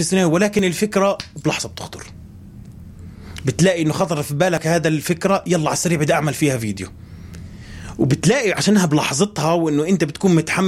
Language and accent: Arabic; Hebron, Hebron Governorate, Palestine; moved away as an adult; also born or lived in Egypt; انا اصلي من الخليل